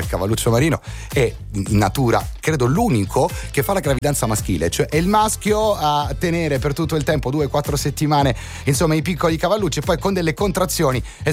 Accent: Pompei, Campania, Italy; born there; sono nato a Pompei e lì il mare non c'è.

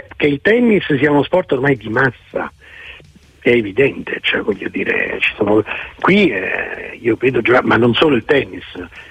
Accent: Rome, Lazio, Italy; Poi comunque voglio dire, crescendo a Roma, amici romanisti, scuola, cioè, però si può cambiare

